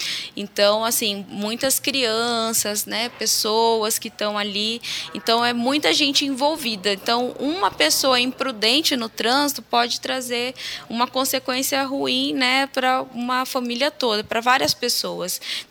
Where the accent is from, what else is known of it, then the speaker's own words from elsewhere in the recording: Mato Grosso, Brazil; enquanto mato-grossense